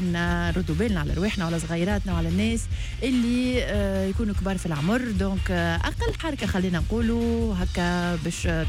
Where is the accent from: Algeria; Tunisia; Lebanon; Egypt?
Tunisia